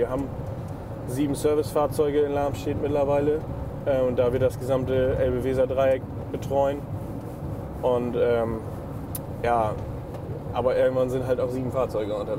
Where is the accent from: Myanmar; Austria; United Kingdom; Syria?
Syria; first language Kurdish; German is a second language; now in Germany; Ich komme aus Nordsyrien. Meine Muttersprache ist Kurdisch. Und ich habe Arabisch auch 11 Jahre gelernt.